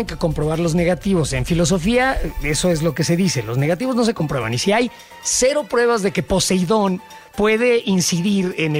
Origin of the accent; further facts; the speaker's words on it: Coyoacán, Mexico City, Mexico; Coyoacán, en el sur de la ciudad, el Pedregal, de donde soy, tiene un olor característico, sobre todo cuando llueve.